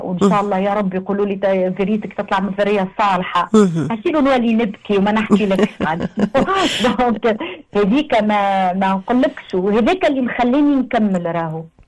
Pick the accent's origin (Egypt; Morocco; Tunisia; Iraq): Tunisia; بلادنا تونس